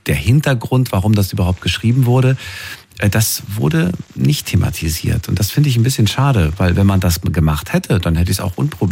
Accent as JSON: {"language": "German", "region": "Hesse", "country": "Germany", "said": "Ja, na, du, ich bin Hesse, das ist ja da der Ursprung der Strubbelpeter-Geschichte, natürlich."}